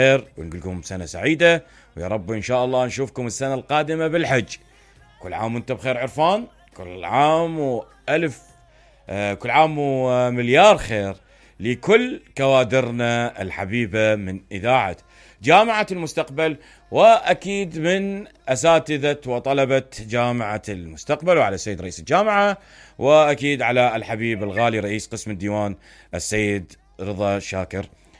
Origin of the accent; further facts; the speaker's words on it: Iraq; بلدنا العراق.